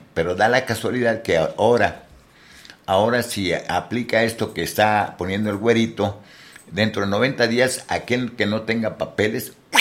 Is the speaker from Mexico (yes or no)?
yes; Mexico; Somos mexicanos o somos latinos o somos migrantes que así como llegamos ahí tenemos que buscar cómo no dejar de mandar las remesas.